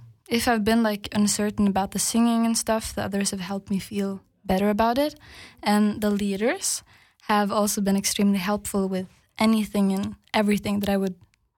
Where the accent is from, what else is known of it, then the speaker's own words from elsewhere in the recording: Agder, Norway; English is a second language; I'm from Norway, and I live in Kristiansand.